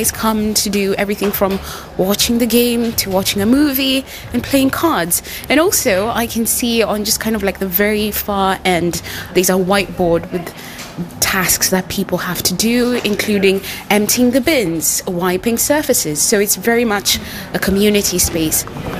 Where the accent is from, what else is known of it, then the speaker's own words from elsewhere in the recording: Kenya; Oh, so I'm actually Kenyan. We like very strong